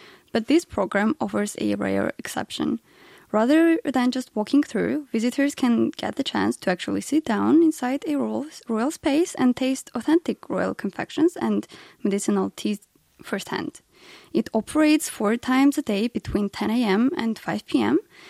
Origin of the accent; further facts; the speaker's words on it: Armenia; moved away as an adult; now in South Korea; I was born and raised in Armenia, and I moved to Korea about 4 years ago for my studies.